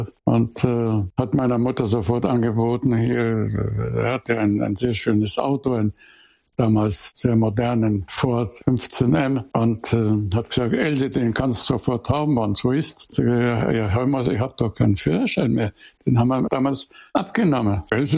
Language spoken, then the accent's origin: German; Munich, Bavaria, Germany; born there; Und dort habe ich dann also meine Geburtsstadt kennengelernt